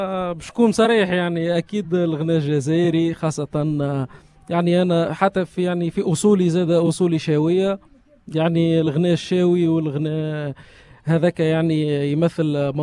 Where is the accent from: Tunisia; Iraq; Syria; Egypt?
Tunisia; Béja; also born or lived in Algeria; انا يعني تربيت وكبرت في باجا، اون بليس كو سا يعني اصولي شاويه في حد ذاته.